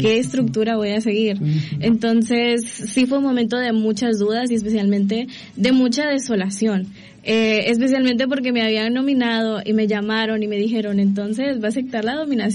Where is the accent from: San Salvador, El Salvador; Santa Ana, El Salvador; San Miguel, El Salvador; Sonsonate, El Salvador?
San Miguel, El Salvador; Soy de San Miguel, El Salvador.